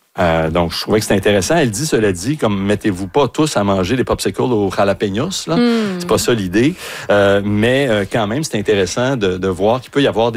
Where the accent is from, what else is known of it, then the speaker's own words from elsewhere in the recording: Saint-Jérôme, Quebec, Canada; Ben oui, c'est ma ville natale.